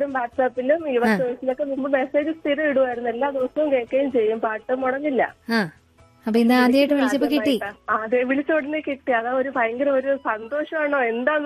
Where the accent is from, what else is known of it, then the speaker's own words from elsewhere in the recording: Thiruvananthapuram, Kerala, India; moved away as an adult; now in Kunnukara, Ernakulam, India; എന്റെ നാട് തിരുവനന്തപുരമാണ്. ഹസ്ബൻഡ് തിരുവനന്തപുരം കാട്ടാക്കട.